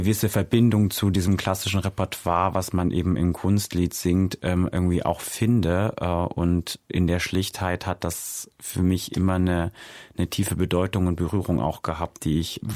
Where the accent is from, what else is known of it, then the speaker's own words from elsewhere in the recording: Saxony, Germany; Also ich bin eben aufgewachsen im Erzgebirge.